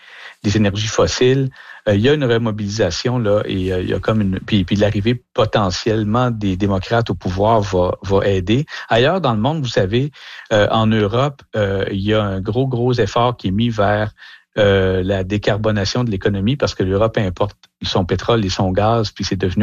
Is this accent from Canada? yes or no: yes; Canada; mais aussi chez nous au Canada, hein, parce que le récit qu'on se fait de la question du climat maintenant au pays